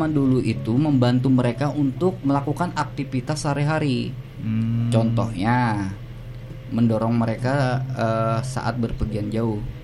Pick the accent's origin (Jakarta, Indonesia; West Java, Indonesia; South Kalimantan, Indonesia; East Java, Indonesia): South Kalimantan, Indonesia; Banjarmasin; born there; tempat gue itu mungkin entah kenapa ya, mungkin kampung zaman dulu tuh aktivitas Banjar zaman Bahari itu kayak pusatnya di Sungai Jingah